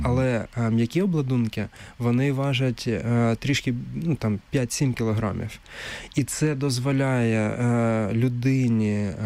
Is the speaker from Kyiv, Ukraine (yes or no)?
no; Kharkiv, Kharkiv Oblast, Ukraine; в Харкові, це моє рідне місто